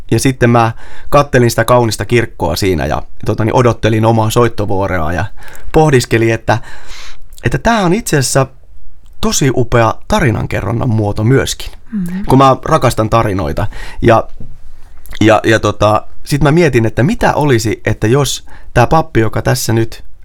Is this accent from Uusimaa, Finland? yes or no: no; Kaustinen, Central Ostrobothnia, Finland; moved away; tuolla Kaustisella, mistä mä oon kotoisin